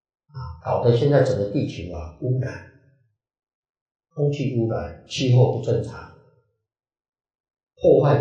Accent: China; 我们中国人

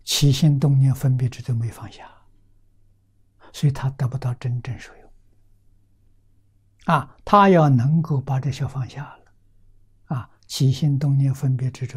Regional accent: China; 我们中国人

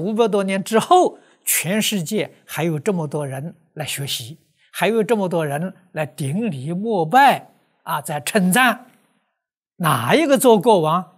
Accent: China; 我们中国人

